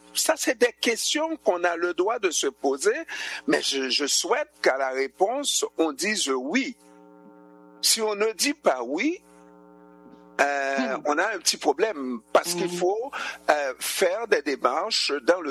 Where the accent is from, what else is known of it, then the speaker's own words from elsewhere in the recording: Haiti; now in Quebec, Canada; Quand on voit les Haïtiens s'exprimer en français dans cette société québécoise, malgré tout, malgré notre accent, malgré nos misères